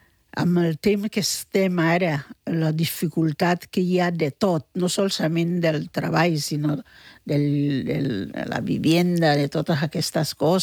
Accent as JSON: {"language": "Catalan", "town": "Barcelona", "region": "Catalonia", "country": "Spain", "tie": "born there", "said": "Jo d'aquí vaig nascut a l'Hospital de Sant Pau."}